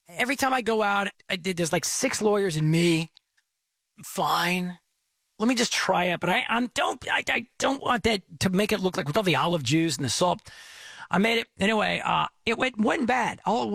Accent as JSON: {"language": "English", "region": "Texas", "country": "United States", "said": "I'm from Texas most all my life."}